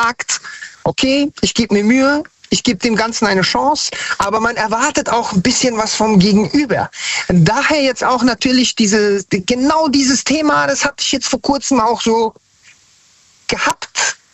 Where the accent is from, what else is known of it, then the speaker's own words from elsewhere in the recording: Hanau, Hesse, Germany; aber ich bin in Hessen, Hanau, Hessen-Frankfurt aufgewachsen und bin dann nach Hanau gezogen.